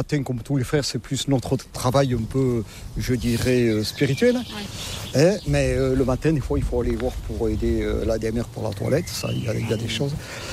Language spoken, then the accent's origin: French; Nouvelle-Aquitaine, France; Avec mon accent, je ne suis pas du nord de la Loire, hein, non ? Je suis des Landes, du pays de Saint-Vincent-de-Paul.